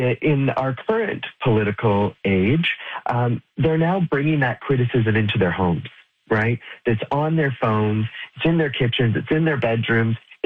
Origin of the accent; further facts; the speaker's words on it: Goderich, Ontario, Canada; now in Ottawa, Canada; experience coming from Goderich, I now live in Ottawa, right? I didn't make my career and my life in my hometown. And that is true for many of the people I grew up around.